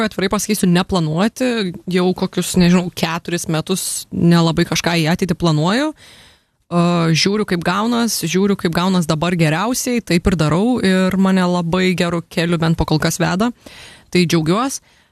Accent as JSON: {"language": "Lithuanian", "town": "Kuršėnai", "region": "Šiauliai County", "country": "Lithuania", "tie": "born or raised there", "also_born_or_lived": "London", "moved": "as an adult", "said": "išvažiavau vėliau aš iš Šiaulius mokytis į gimnaziją, pasibaigti, nes man kuršienai atsit per mažą jau, tai aš išvažiavau gimnaziją, baigiau Šiauliuose ir variau ten į Londoną, išsikrausčiau"}